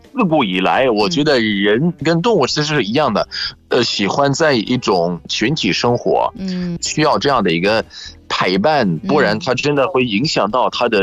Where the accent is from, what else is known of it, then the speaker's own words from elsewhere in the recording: Egypt; 我是来自埃及的